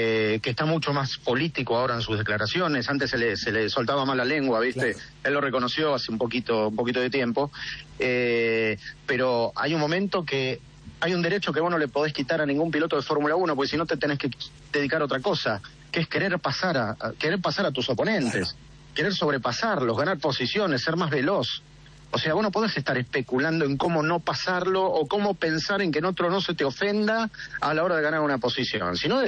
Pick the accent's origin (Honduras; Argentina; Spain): Argentina; Pero somos divinos los argentinos.